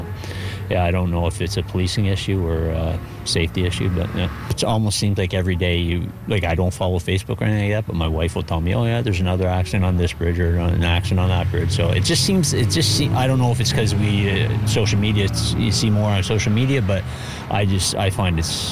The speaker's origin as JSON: {"language": "English", "region": "Ontario", "country": "Canada", "moved": "yes", "lives_now": "Fredericton, Canada", "said": "I'm from Ontario originally, so I know how they drive there, and I'm seeing it here now in Fredericton"}